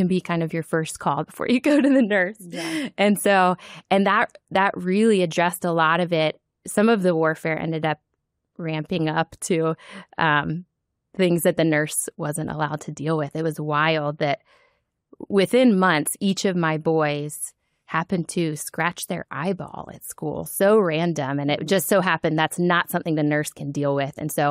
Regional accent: Virginia Beach, Virginia, United States; So I'm from Virginia Beach, where Regent is.

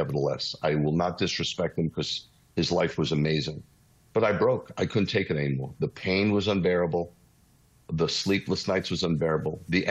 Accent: New York, United States; But yes, I'm a New Yorker. I shoot from the hip.

